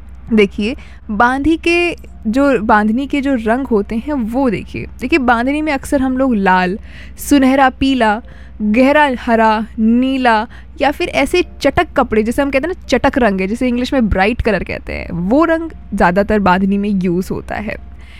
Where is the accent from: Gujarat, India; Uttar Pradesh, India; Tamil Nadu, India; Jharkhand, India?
Uttar Pradesh, India; हम सब उत्तर प्रदेश से हैं